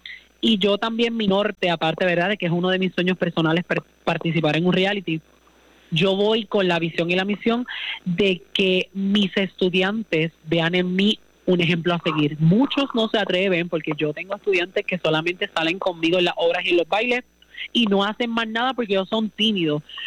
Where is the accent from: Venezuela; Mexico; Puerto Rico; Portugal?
Puerto Rico; San Germán; somos ocho ya de San Germán.